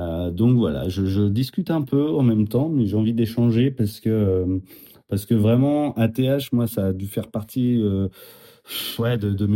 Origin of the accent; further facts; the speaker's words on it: western France, France; Moi, je viens de l'Ouest, donc je suis très fier de dire West Coast